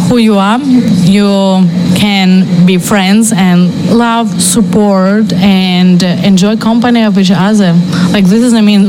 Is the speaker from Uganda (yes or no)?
no; Ukraine; English is a second language; now in Canada; I'm from Ukraine